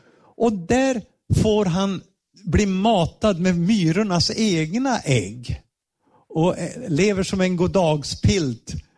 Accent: Ludvika, Dalarna County, Sweden; För vi växte upp i Ludvika. Nästan grannar med var. Ja, nej, grannar.

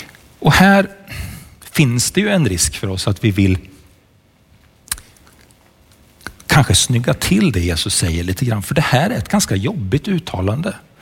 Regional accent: Sweden; jag kommer från Sverige

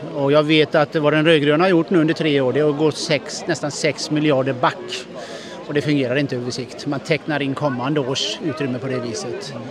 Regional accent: Alingsås, Västra Götaland County, Sweden; Jag är från Alingsås.

